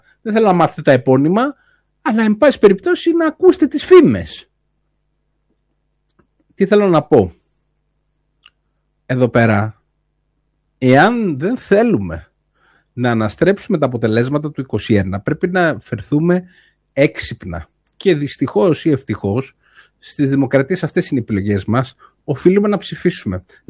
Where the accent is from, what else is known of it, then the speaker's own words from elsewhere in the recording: Greece; Και είμαι Έλληνας και είμαι πρώτα Έλληνας